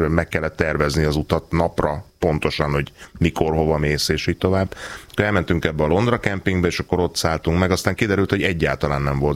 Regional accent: Hungary

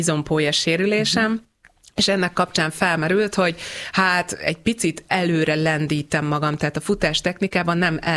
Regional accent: Hungary; oké, hogy gánai magyar vagyok, de azért tudok mást is csinálni

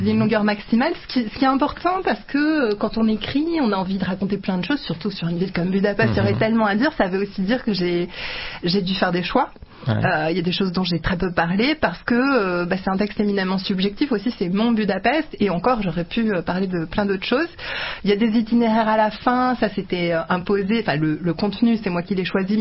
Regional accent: France; je suis née en France de parents hongrois. Mm-hmm. Donc, comme beaucoup d'enfants d'immigrés ou d'émigrés, immigrés, tout dépend d'où on regarde les choses, j'ai grandi dans cette situation où donc on était plutôt en France à ce moment-là.

